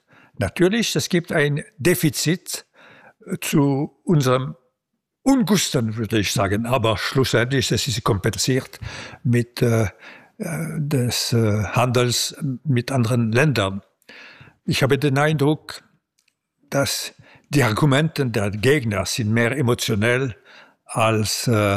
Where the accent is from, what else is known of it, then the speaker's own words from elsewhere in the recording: Switzerland; Als Schweizer bin ich für die Verfassung.